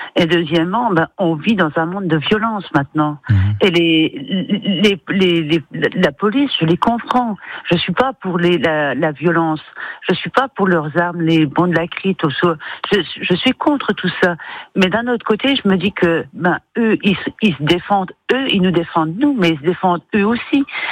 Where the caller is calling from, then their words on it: Vittel, Grand Est, France; Je suis de Vittel, oui.